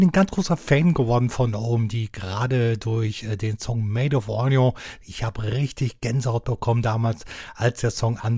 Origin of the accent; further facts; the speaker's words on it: West Germany, Germany; Jedes Mal muss man halt eine Mark, eine D-Mark, ne, ich bin Wessi, einwerfen